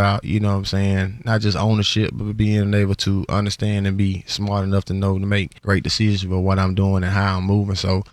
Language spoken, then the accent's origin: English; Decatur, Mississippi, United States; Nah, I'm from Decatur, Mississippi.